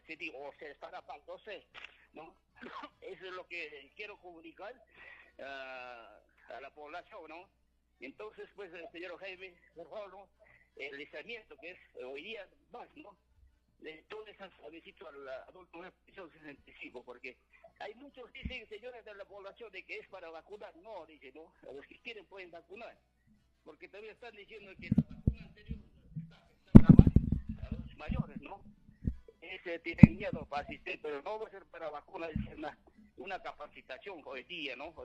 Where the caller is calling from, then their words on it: Rosaspata, Peru; estoy llamando desde Rosas Pata